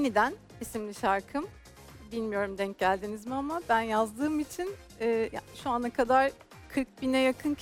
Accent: Samsun, Turkey; born there; now in Istanbul, Turkey; 1983 Samsun doğumluyum. İstanbul'da yaşıyorum.

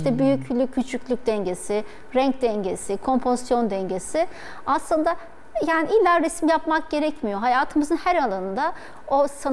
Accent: Bozcaada, Çanakkale, Turkey; Ya ben orada doğdum, büyüdüm. İşte ailenin üçüncü kuşağıyım. Çocuklarım da Bozcaadalı değil ama orada büyüyorlar.

